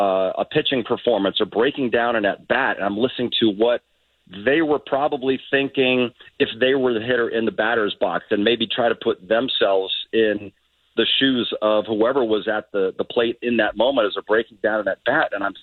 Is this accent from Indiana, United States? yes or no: no; Los Angeles, California, United States; growing up in Woodland Hills in the San Fernando Valley